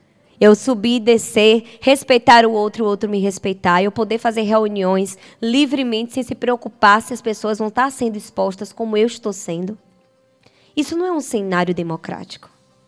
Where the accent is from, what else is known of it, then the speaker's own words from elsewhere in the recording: Coração de Maria, Bahia, Brazil; born there; na cidade a qual eu pago meus impostos, na cidade a qual eu tenho história, tenho família, nasci no Hospital Ângelo Martins.